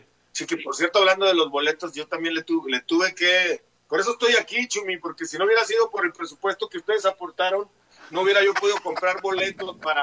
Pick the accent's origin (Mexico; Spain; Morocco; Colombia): Mexico; y es que como mexicanos hay que echar buena vibra.